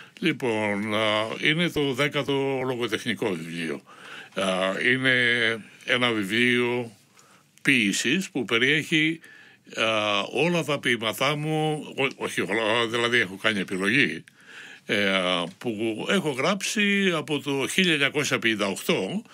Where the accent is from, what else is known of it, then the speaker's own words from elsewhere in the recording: Greece; moved away as an adult; now in Melbourne, Australia; Αντιμετώπιζα λίγο πολλές δυσκολίες με την ανεργία, και αυτός ήταν και ο λόγος που έφυγα από την Ελλάδα.